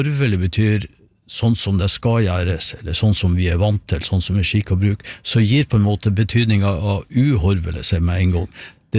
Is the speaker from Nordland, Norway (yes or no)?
yes; Sandnessjøen, Nordland, Norway; for det kommer vi fra Sandesjøen, og når jeg ser mot fjellene der, så ser jeg et fjell som egentlig heter Horva.